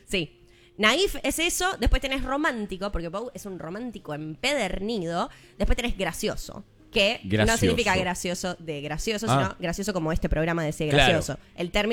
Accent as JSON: {"language": "Spanish", "town": "San Miguel", "region": "Buenos Aires Province", "country": "Argentina", "tie": "born there", "said": "Nací en San Miguel"}